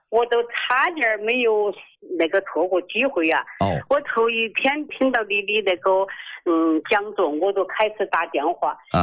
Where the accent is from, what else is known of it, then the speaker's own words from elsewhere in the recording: Daqing, Heilongjiang, China; 我是大庆的，